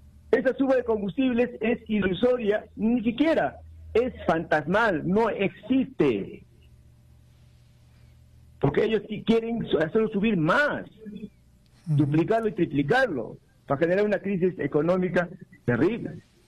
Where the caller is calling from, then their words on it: Juliaca, Puno, Peru; desde Juliaca.